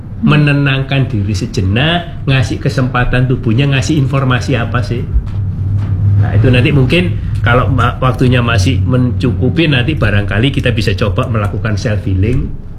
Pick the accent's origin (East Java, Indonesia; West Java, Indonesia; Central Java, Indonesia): East Java, Indonesia; Surabaya; aku arek Surabaya